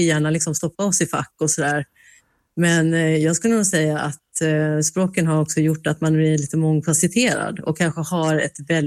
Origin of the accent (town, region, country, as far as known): Sweden; born or raised there